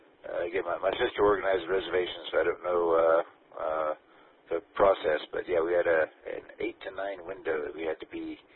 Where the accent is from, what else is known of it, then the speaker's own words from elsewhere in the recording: Colorado, United States; we were from Colorado, and then one of us has actually lived in the mountains